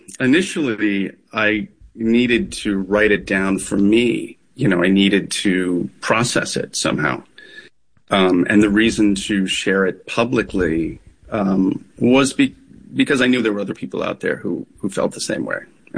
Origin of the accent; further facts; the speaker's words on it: Rochester, New York, United States; I have such fond memories of growing up in Rochester.